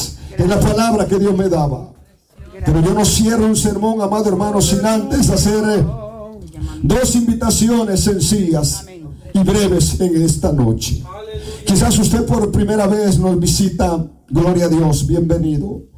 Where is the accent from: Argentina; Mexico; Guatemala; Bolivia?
Guatemala; yo vengo de Guatemala, de la aldea, allá donde se respira la pólvora y se estornuda la bala.